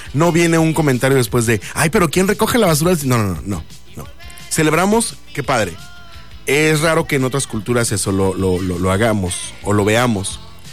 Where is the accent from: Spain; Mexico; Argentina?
Mexico; nosotros como mexicanos